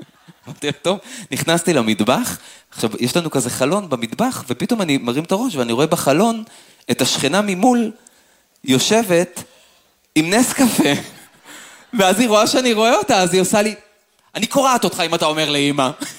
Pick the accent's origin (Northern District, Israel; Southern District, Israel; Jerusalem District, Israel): Northern District, Israel; Afula; אני גדלתי כמו בשבט באפולה, כמו באיזה קומונה כזאת